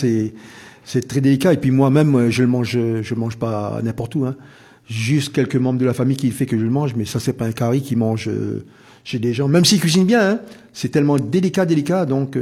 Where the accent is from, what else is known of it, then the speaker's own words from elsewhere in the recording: Réunion; now in France; quand je pense à La Réunion, quand je suis en métropole, ben, mon petit coin où là, j'ai grandi Basse-Terre.